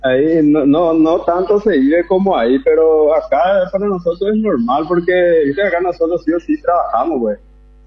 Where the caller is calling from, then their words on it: Paraguay; la mayoría somos todos paraguayos.